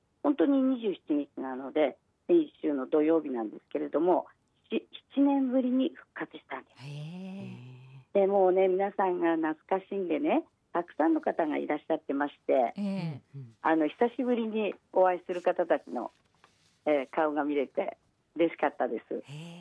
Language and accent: Japanese; Saku, Nagano, Japan; now in Noshiro, Japan; 私のふるさと長野県佐久市もこの共和国に入っているんです。